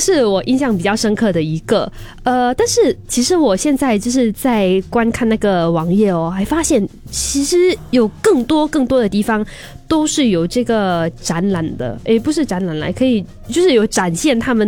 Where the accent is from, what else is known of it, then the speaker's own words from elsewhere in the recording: Singapore; 因为我们新加坡就是双语教育嘛，